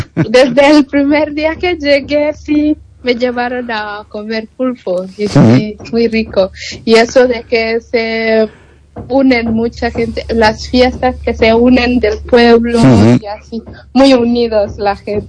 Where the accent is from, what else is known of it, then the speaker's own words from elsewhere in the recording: Eldoret, Uasin Gishu County, Kenya; Spanish is a second language; now in Galicia, Spain; venimos de este lugar que se llama El Doret, la ciudad.